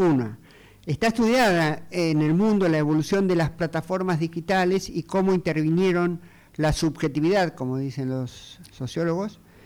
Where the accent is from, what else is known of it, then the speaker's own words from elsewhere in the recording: Buenos Aires, Argentina; como habitante de la ciudad de Buenos Aires, y al fin yo nací en la provincia, pero he vivido toda la vida acá y puedo decir que soy porteño.